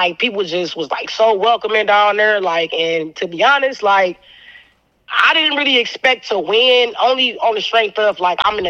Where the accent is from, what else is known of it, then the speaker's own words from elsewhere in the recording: Cleveland, Ohio, United States; I'm from Cleveland, Ohio.